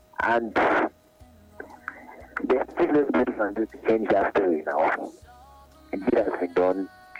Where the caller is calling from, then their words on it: Lagos, Nigeria; I'm calling from the Lekki.